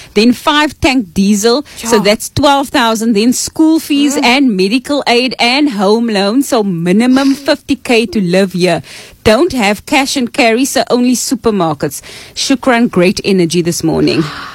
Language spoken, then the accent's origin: English; Cape Town, Western Cape, South Africa; I'm from Northern Cape Khartu, originally from Grassy Park.